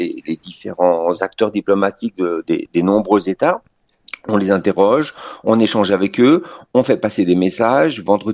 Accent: France; chez nous en France

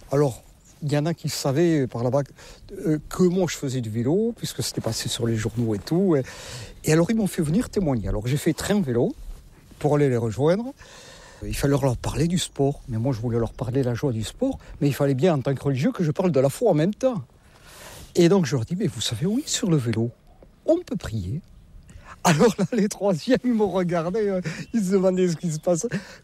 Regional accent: Nouvelle-Aquitaine, France; Avec mon accent, je ne suis pas du nord de la Loire, hein, non ? Je suis des Landes, hein, du pays de Saint-Vincent-de-Paul.

